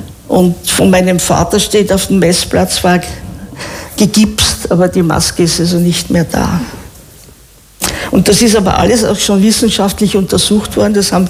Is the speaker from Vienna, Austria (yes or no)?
yes; Vienna, Austria; born there; meine Mutter war Deutsche und damals meine Eltern noch nicht verheiratet. Also in Wien zwar geboren, aber als deutsche Staatsbürgerin.